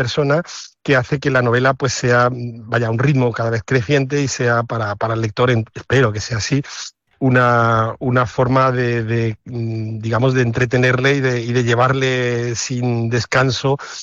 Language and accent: Spanish; Lucena, Andalusia, Spain; moved away as an adult; porque yo considero a Lucena como mi pueblo, aunque no nací allí, pero me he pasado allí pues desde los 13 meses hasta los 18 años.